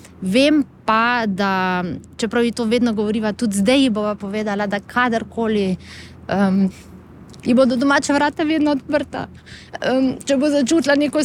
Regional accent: Šentjur, Savinja, Slovenia; Ja, mi smo iz Šentjurja pri Celju, tako da v Šentjurju smo naložili avto

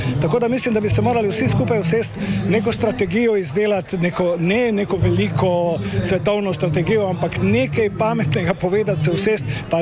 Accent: Maribor, Styria, Slovenia; moved away as an adult; also born or lived in Split; Štajerci smo nadarili no, za košarko

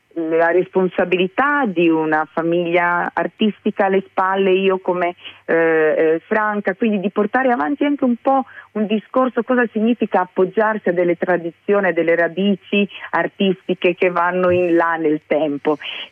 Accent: Šišan, Istria County, Croatia; accent: Istriot of Sissano; first language Istriot; Italian is a second language; è un piccolo omaggio che ho voluto dare a uno degli idiomi della lingua istriota, che è quella della località di Sissano, per cui ecco, una grande responsabilità, ma anche un grande dovere il fatto di esprimermi nella mia lingua madre.

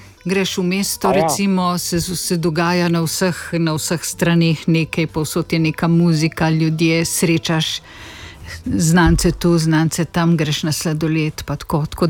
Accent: Lucija, Slovenian Littoral, Slovenia; moved away as an adult; also born or lived in Piran; now in Ljubljana, Slovenia; Jaz sem zdaj v Ljubljani že desetletja, ampak drugače sem pa iz Lucije. Pa prej še iz Pirana nekaj let.

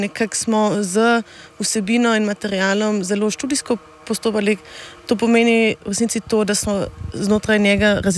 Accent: Sittersdorf, Carinthia, Austria; moved away as an adult; also born or lived in Vienna, Austria; now in Ljubljana, Slovenia; jaz sem doma iz Gorič pri Žitari vasi. Sem koroška Slovenka in najprej sem študirala na Dunaju vede gledališča, filme in medijev

